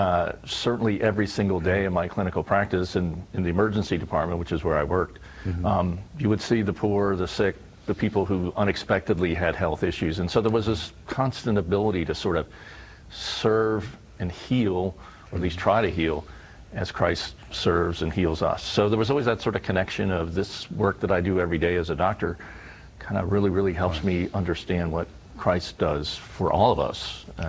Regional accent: Pennsylvania, United States; now in New Jersey, United States; a permanent deacon in New Jersey. I grew up in Pennsylvania. And so I knew about deacons.

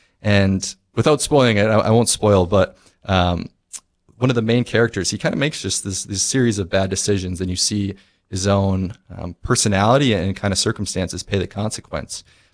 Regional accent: Fargo, North Dakota, United States; Yeah. So, as Aaron said … I'm right here from Fargo, North Dakota.

